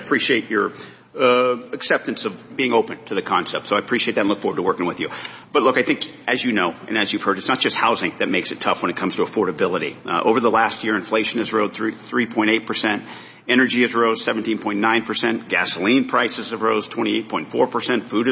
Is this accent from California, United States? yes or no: yes; Carmel Valley, California, United States; I hail from Carmel Valley, the place I grew up, the place my Italian immigrant grandfather settled, thank God.